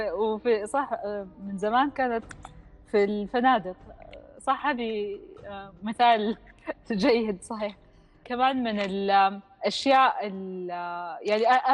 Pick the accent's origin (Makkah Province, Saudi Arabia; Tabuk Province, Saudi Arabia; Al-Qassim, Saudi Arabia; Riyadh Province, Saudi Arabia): Makkah Province, Saudi Arabia; Jeddah; عندنا في جدة